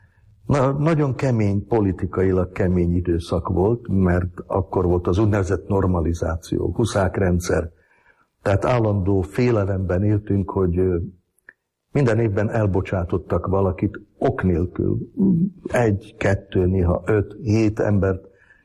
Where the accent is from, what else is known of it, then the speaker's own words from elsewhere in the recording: Senec, Bratislava Region, Slovakia; first language Hungarian and Slovak; moved away as an adult; also born or lived in Galanta, Slovakia; Szencen, mivel apukám szenci származású, akkor Szencen építettek házat. Tehát tulajdonképpen szencinek tartom magam kisgyerekkorom óta. Ott jártam óvodába, alapiskolába, ott jártam középiskolába is. Ezért mind a két nyelv nekem tulajdonképpen anyanyelvem, mert szenc nyelvileg vegyes. Aztán Szencről elkerültem Pozsonyba